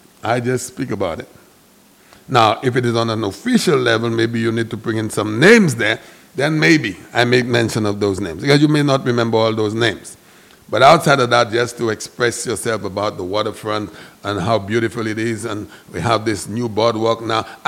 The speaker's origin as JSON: {"language": "English", "country": "St. Lucia", "said": "Well, I'm from Castro East."}